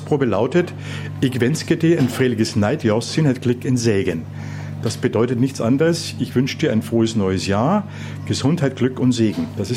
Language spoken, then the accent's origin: German; Bavaria, Germany; moved away as an adult; also born or lived in Garmisch-Partenkirchen; now in Heligoland, Germany; Natürlich gab es am Anfang so nach dem Motto, ein Bayer auf Rügen Teil 2 oder wie auch immer.